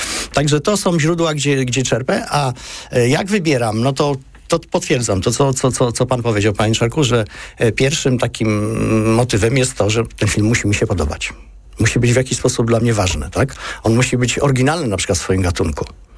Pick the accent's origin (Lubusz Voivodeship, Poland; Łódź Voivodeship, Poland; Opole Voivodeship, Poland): Łódź Voivodeship, Poland; Łódź; ja jestem wychowankiem blokowiska łódzkiego